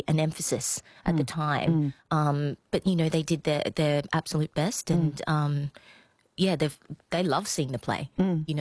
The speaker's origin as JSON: {"language": "English", "town": "Newcastle", "region": "New South Wales", "country": "Australia", "tie": "born or raised there", "also_born_or_lived": "South Korea", "said": "I was born in South Korea and I was adopted and came to Australia when I was 4.5 months old. Mm-hmm. So I grew up in Newcastle"}